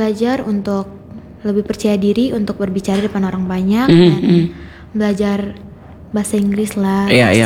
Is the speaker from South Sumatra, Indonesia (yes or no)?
no; Central Papua, Indonesia; bukan saya dari Papua Tengah, tapi ada juga dari provinsi lain.